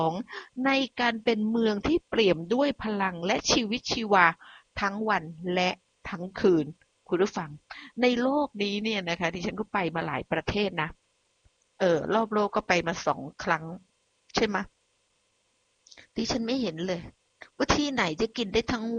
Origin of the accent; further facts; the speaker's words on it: Phuket, Thailand; บ้านดิฉันเองจังหวัดภูเก็ตดิฉันได้เป็นคนบ้านนอกเนาะอยู่นอกนะนอกแผ่นดินนะดิฉันมาจากเกาะคุณผู้ฟัง